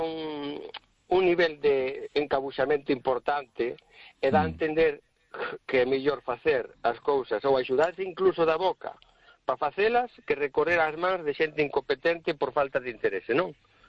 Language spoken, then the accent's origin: Galician; Quiroga, Galicia, Spain